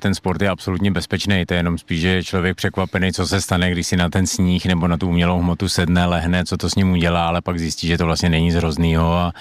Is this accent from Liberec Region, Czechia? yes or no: yes; Harachov, Liberec Region, Czechia; also born or lived in Jílemnice; Tak v Jílemnici jsem narozený, protože v Harachově porodnici nemáme, ale jinak jsem rodák jakoby z Harachova, takže tam ta volba byla úplně jasná.